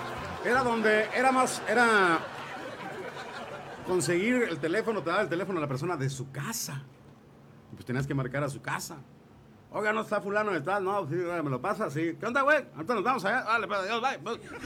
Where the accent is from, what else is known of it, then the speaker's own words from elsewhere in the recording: Mexico; Como somos los mexicanos.